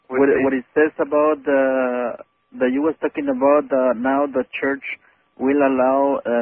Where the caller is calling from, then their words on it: Riverside, California, United States; Riverside, California.